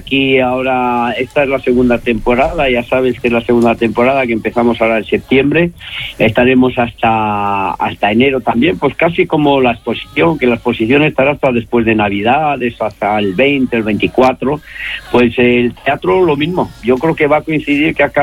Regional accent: Bilbao, Basque Country, Spain; moved away; es mi tierra, es mi gente

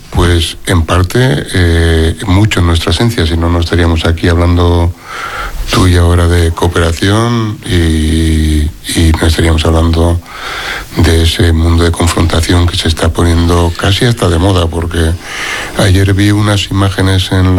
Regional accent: Barakaldo, Basque Country, Spain; en mi pueblo, que soy de Baracaldo

